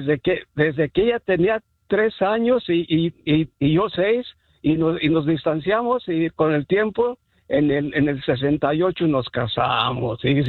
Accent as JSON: {"language": "Spanish", "town": "San Francisco del Rincón", "region": "Guanajuato", "country": "Mexico", "tie": "born or raised there", "moved": "yes", "said": "Somos de San Francisco del Rincón, Guanajuato, aclarando mi esposa y yo, desde allá venimos casados."}